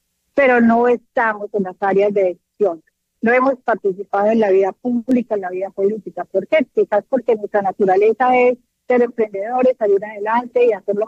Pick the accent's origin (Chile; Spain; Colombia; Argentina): Colombia; now in London, United Kingdom; Soy la primera colombiana en el Boro de Estado